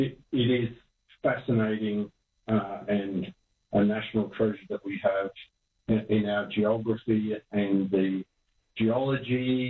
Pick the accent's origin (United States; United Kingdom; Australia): Australia; Mackay, Queensland; Growing up in Mackay, it's a pretty small town.